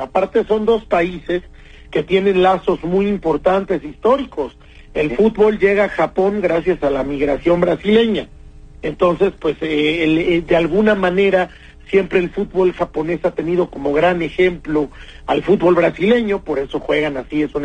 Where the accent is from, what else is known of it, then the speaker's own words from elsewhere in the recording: Mexico; todos los niños mexicanos que nacimos en los 80s